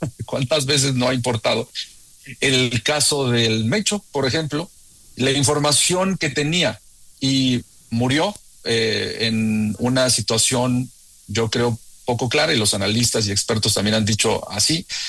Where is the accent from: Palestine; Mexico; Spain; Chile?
Mexico; Y eso nos debe de poner como sociedad mexicana, yo creo, aún más preocupados